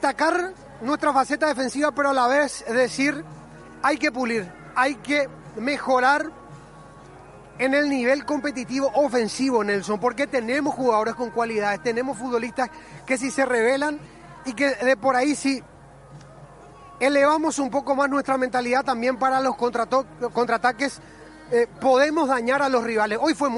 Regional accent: Paraguay; decir soy paraguayo

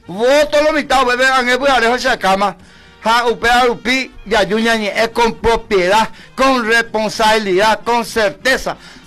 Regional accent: Paraguay; yo soy político, y yo soy cristiano, yo soy humano y paraguayo.

